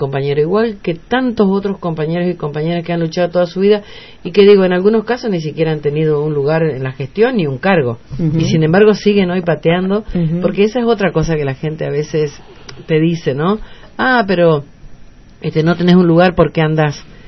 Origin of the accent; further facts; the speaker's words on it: General Pinedo, Chaco, Argentina; yo soy de General Pinedo.